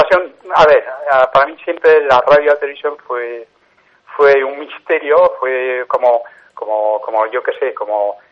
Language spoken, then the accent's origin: Spanish; Galicia, Spain; first language Galician; Spanish is a second language; El gallego es mi lengua materna y yo he crecido con el gallego. Uh-huh. A pesar de estar lejos, fue siempre mi lengua principal.